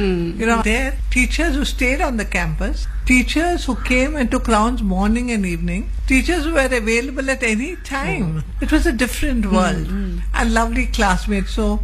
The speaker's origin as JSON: {"language": "English", "region": "Karnataka", "country": "India", "second_language": "English", "said": "when I joined the hospitals and all, they were surprised that I could even speak English because I came from Karnataka."}